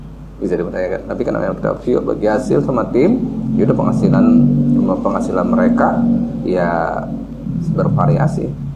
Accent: Java, Indonesia; Saya kalau ditanya ya asli saya suku Jawa.

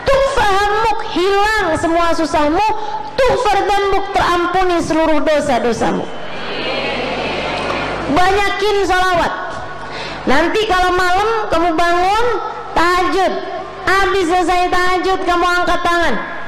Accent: Indramayu, West Java, Indonesia; moved away; Indramayu, kampung kami

